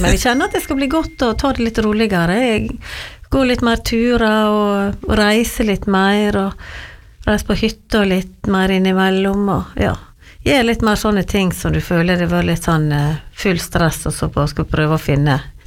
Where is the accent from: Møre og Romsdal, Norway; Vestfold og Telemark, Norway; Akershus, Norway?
Møre og Romsdal, Norway; Giske; born or raised there